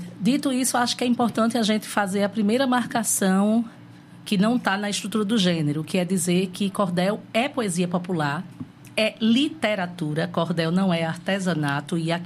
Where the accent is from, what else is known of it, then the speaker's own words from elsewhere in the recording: Campina Grande, Paraíba, Brazil; Eu sou pedagoga, mas eu sou de Campina Grande, na Paraíba, onde a literatura de cordel é ainda muito forte, né?